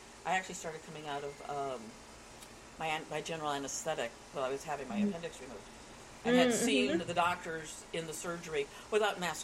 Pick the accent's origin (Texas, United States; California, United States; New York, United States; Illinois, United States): California, United States; Concord; moved away; I grew up in the Bay Area. I grew up in the Concord Walnut Creek area.